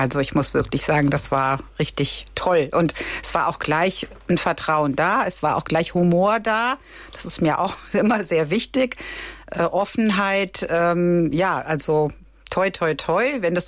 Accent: North Rhine-Westphalia, Germany; zum einen bin ich ein Ost-West-Gewächs, was man vielleicht nicht denkt, wenn ich sage, dass ich aus dem Bergischen Land komme. Mein Vater war ein Republikflüchtling aus Sachsen, ein Sorbe aus der Lausitz

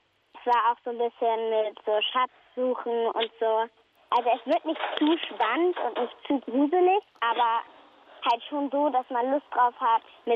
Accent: Hamburg, Germany; Ich bin 9 Jahre alt und ich komme aus Hamburg.

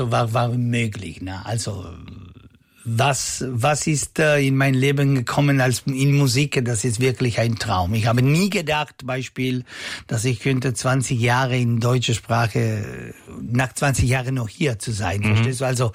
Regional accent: Bolzano, Trentino-Alto Adige, Italy; born there; German is a second language; Bozen ist mein Staat. Also ich bin in Bozen geboren, hast du gesagt, und dann ich liebe Bozen, normal. Also ich wohne mit meiner Familie

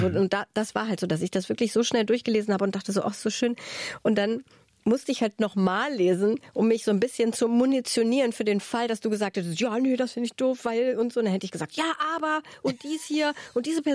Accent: Braunschweig, Lower Saxony, Germany; now in Hamburg, Germany; Übrigens, bei uns in Braunschweig hieß das immer Bücherei.

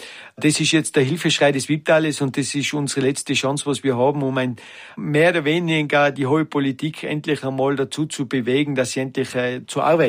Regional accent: Gries am Brenner, Tyrol, Austria; Ich bin gebürtiger Grieser, ich bin da geboren, ich bin da aufgewachsen.

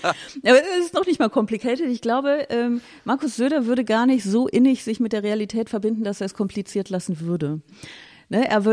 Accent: Aachen, North Rhine-Westphalia, Germany; moved away; Also ich komme ja aus Aachen.

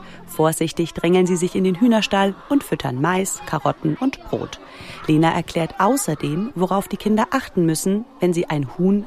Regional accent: Bavaria, Germany; accent: Franconian rolled R; moved away; Ich komme nämlich gebürtig aus Mittelfranken in Bayern

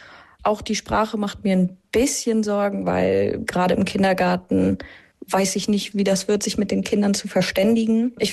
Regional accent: Rostock, Mecklenburg-Vorpommern, Germany; Bei uns in Rostock gibt es ja tatsächlich nicht so viele Katholiken, deswegen bin ich diese Diaspora-Kirche schon gewohnt.

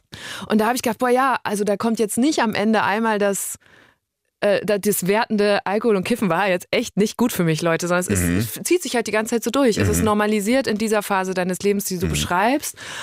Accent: North Rhine-Westphalia, Germany; wir kommen beide aus Münsterland, wo auch, ne, direkt genau, an der holländischen Grenze

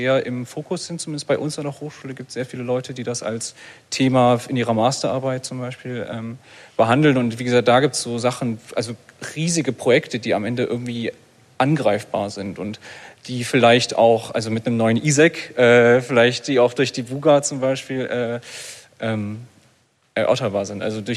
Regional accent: Leipzig, Saxony, Germany; da ich Leipziger bin. Also ich wurde in Leipzig geboren, ich bin dort aufgewachsen. Ich wohne hier seit 5 Jahren, glaube ich.

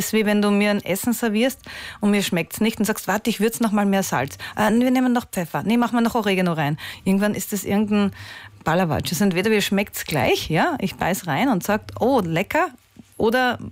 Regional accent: Austria; Das wusste ich damals als Österreicherin auch nicht.

